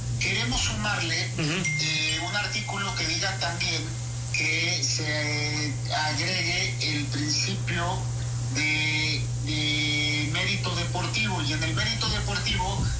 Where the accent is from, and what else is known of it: Veracruz, Mexico